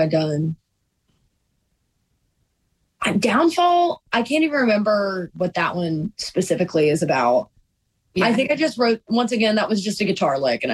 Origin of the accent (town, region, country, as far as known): Dublin, Virginia, United States; born or raised there; moved away as an adult; now in Nashville, United States